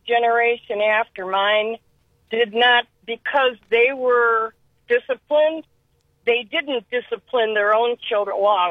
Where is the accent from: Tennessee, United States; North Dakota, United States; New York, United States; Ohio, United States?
Ohio, United States; Bedford; Well, Cuyahoga, and I lived in, I grew up in Bedford.